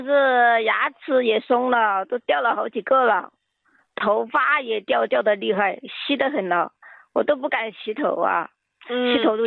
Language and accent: Chinese; Chongqing, China; 哎，我是重庆的，